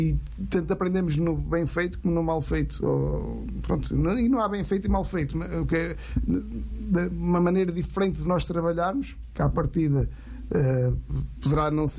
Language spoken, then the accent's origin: Portuguese; Norte, Portugal; muito de cozinha de Trás-os-Montes, que é de onde eu sou natural.